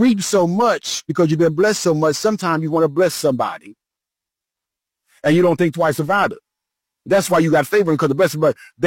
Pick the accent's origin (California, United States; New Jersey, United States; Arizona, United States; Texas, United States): New Jersey, United States; I'm from New Jersey.